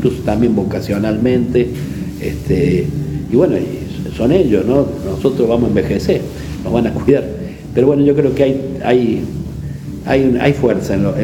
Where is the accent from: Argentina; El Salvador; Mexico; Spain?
Argentina